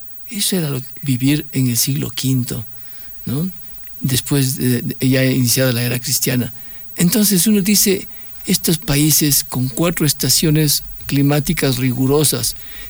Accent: Ecuador; nuestros ecuatorianos

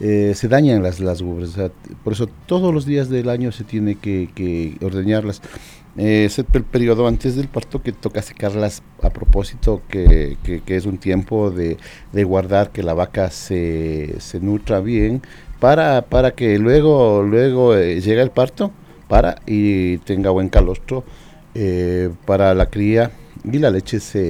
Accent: Cayambe, Pichincha, Ecuador; en cualquier parte del Ecuador, soy de Cayambe.

